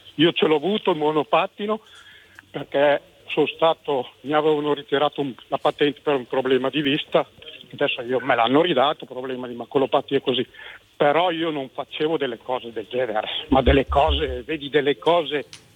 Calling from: Parma, Emilia-Romagna, Italy; Io sono di Parma.

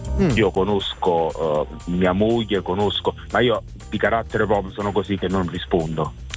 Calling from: Nocera, Campania, Italy; sto a Nocera. Provincia di Salerno.

